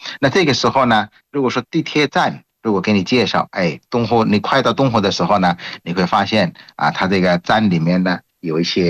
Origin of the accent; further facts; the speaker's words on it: Bangladesh; 我们国家首都叫打卡